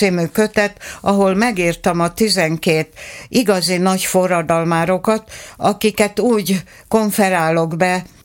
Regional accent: Kunágota, Békés, Hungary; born there; ebben megjelentettem a szülőfalumat, Kunágotát, és apukám szülőfaluját, Dombiratost.

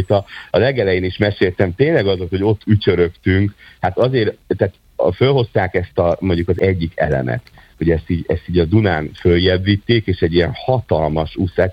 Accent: Esztergom, Komárom-Esztergom, Hungary; born or raised there

